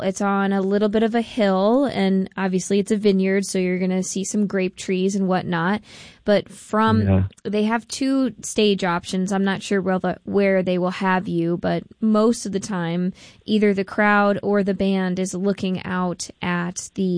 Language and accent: English; New York, United States; Yeah, look, we're Central New Yorkers, you know? We got to stick together. It's tough up here.